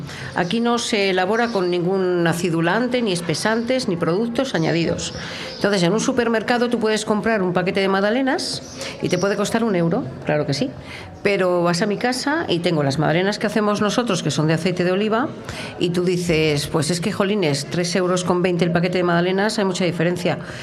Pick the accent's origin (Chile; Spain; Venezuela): Spain; Tordesillas, Castile and León; son de aquí de mi tierra. Estos bollos se hacían siempre en Tordesillas.